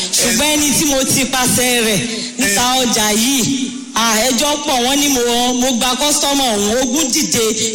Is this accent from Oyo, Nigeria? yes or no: yes; Ologuneru, Oyo, Nigeria; Praise the Lord. … Mo wá láti Ológun Ẹ̀rú.